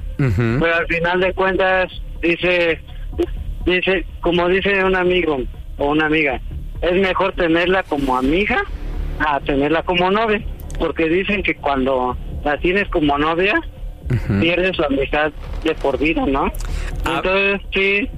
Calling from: Oaxaca, Mexico; Tengo 31 años y soy de Oaxaca.

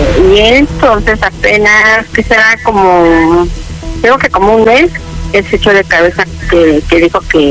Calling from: Mexico City, Mexico; Tengo 56 años y vengo de aquí de Azcapotzalco.

